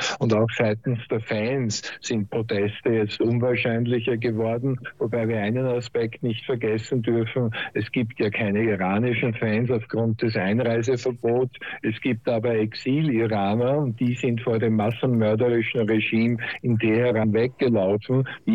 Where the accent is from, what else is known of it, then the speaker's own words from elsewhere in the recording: Austria; das ist für mich als Österreicher natürlich in der Gruppenphase das wichtigste Spiel